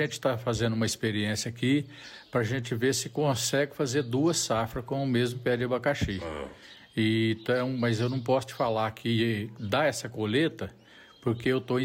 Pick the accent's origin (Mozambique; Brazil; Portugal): Brazil; Minas Gerais; now in Formosa, Brazil; Mesmo que eu já tinha uma certa experiência com abacaxi quando eu vim de Minas... Eu já plantei muita lavoura de abacaxi lá. E, por vias do mundo, eu vim parar aqui em Formosa.